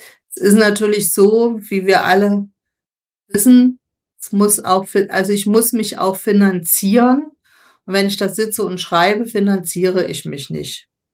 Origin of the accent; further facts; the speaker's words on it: Dresden, Saxony, Germany; Ich komme ja aus Dresden und da ist die Sächsische Schweiz.